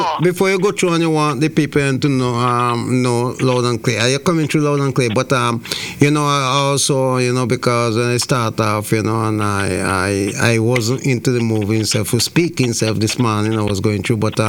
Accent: St. Vincent & Grenadines; now in Antigua and Barbuda; my hometown, and so on, Saint Vincent

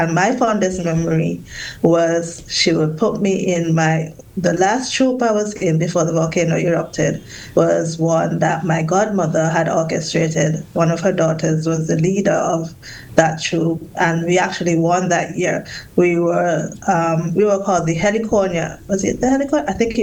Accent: Montserrat; moved away; be it that I come from Boston Village, meaning I come from the hill.

